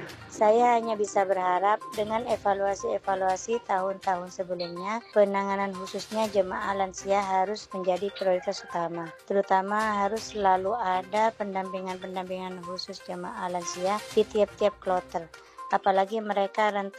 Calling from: Sumenep, East Java, Indonesia; di Sumenep.

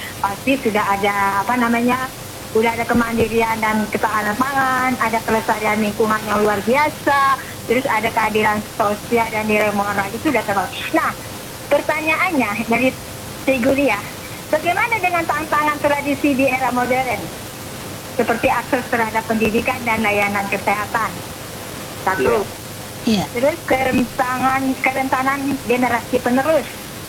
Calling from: Pekanbaru, Riau, Indonesia; Saya orang Pekanbaru

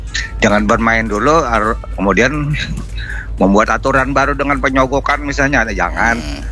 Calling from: South Kalimantan, Indonesia; warga kita juga, warga Kalsel.

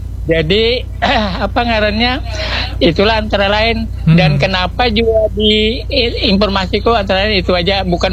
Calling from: South Kalimantan, Indonesia; kita sebagai warga Kalimantan Selatan

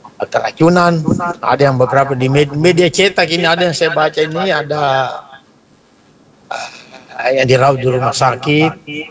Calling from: Makassar, South Sulawesi, Indonesia; Karena di daerah saya ini baru-baru ada kurang lebih 2 minggu ini ada peresmian MBG untuk Kecamatan Tamalate.

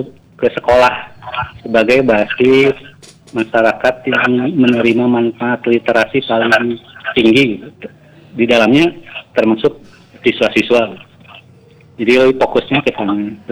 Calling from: West Java, Indonesia

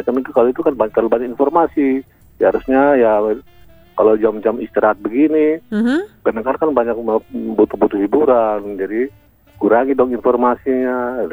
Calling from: Sumba, East Nusa Tenggara, Indonesia; itu namanya pasola, itu ada di Sumba daerah saya.

